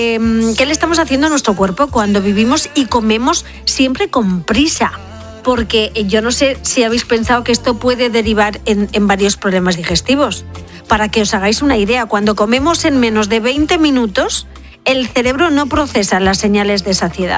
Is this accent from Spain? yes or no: yes; Spain; es verdad que los españoles somos los europeos que menos tiempo dedicamos al almuerzo durante nuestra jornada laboral.